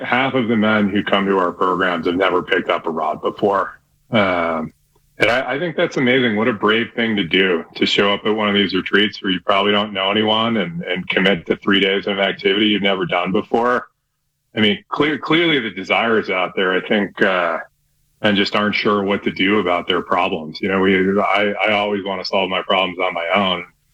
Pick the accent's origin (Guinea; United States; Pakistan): United States; New England; moved away; I grew up in New England